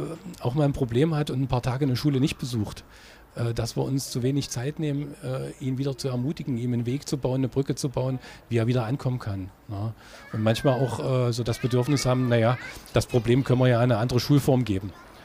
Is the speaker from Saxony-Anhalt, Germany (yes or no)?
yes; Halle, Saxony-Anhalt, Germany; Ich bin in Halle-Neustadt so aufgewachsen, war ein Akademikerkind und in meinem Block, da wohnten viele, viele Arbeiterkinder